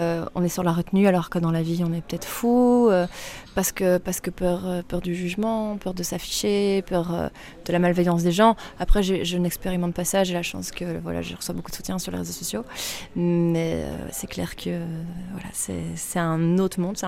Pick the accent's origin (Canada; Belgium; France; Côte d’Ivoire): Belgium; Brussels, Brussels-Capital Region; also born or lived in Dinant; Je suis bruxelloise